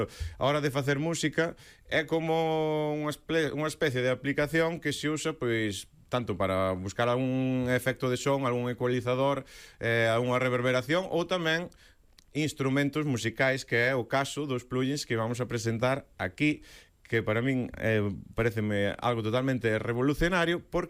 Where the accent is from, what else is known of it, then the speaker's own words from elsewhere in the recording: Galicia, Spain; aquí somos galegos, somos de Galicia